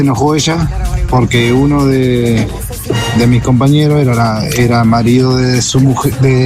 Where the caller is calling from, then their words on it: Concepción del Uruguay, Entre Ríos, Argentina; Te hablo desde Concepción de Uruguay.